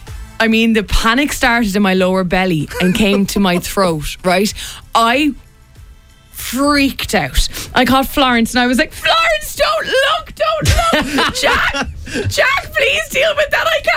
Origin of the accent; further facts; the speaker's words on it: Dublin, Leinster, Ireland; because I'm from Dublin